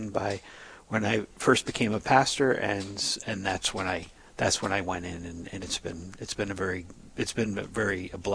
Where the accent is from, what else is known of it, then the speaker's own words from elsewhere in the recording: Connecticut, United States; now in Minnesota, United States; I'm not a native Minnesotan. I grew up in Connecticut. My father worked for Supreme at headquarters in New Haven